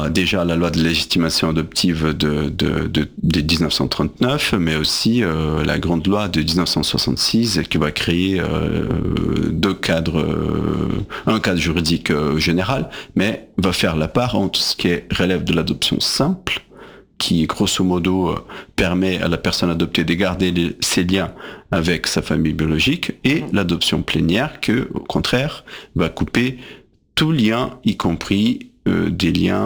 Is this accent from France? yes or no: no; Brazil; first language Portuguese; French is a second language; Il y en a aussi bien en portugais, là d'où je viens, du Brésil.